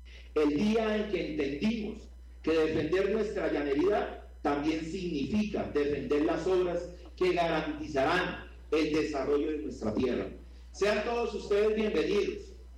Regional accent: Meta, Colombia; nos une como metenses, como habitantes de la Orinoquia y como colombianos

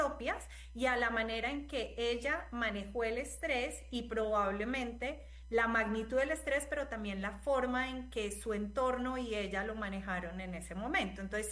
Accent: Cali, Valle del Cauca, Colombia; Por ejemplo, escuchaba en Cali, yo soy de Cali y de verdad, de corazón

